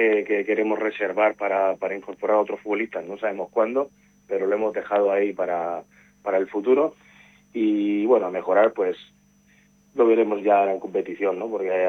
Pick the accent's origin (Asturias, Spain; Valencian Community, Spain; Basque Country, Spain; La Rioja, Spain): Valencian Community, Spain; Porque a veces somos mucho sí, de la Vega Baja, sí, pero también nos matamos más entre nosotros